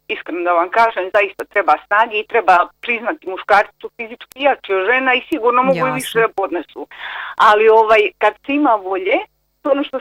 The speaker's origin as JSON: {"language": "Bosnian", "region": "Herzegovina", "country": "Bosnia & Herzegovina", "said": "međutim, kod nas u Hercegovini na jugu nije nam bilo kiše."}